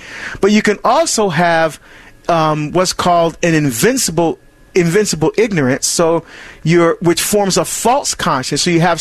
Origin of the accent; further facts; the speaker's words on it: Barbados; That my mom, we're from Barbados, and my mom used to make that, and oh, I just loved it.